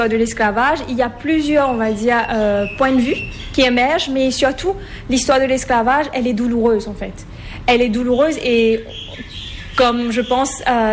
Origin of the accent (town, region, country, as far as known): Mauritius